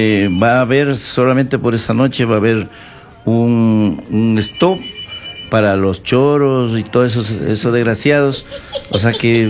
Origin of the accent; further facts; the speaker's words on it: Ecuador; en mi pueblo, Segundo se llamaban todos los viejos. Bajaba al Valle del Chota